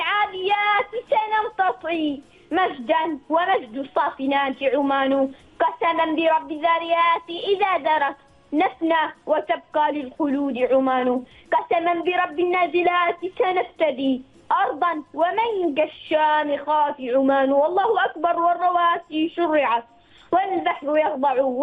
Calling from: Ibri, Al Dhahirah, Oman; من محافظة الظاهرة، ولايتي عبري، مدرسة واحة المعارف، من الصف الرابع.

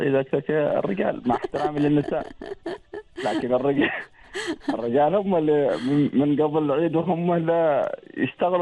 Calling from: Masirah, Al Sharqiyah South, Oman; مولاية مصيرة.

